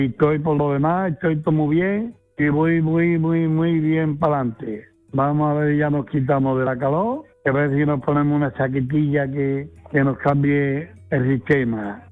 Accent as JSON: {"language": "Spanish", "town": "Padul", "region": "Andalusia", "country": "Spain", "said": "Para Manolo, no te preocupes que sigo bien, voy muy bien … de Padul."}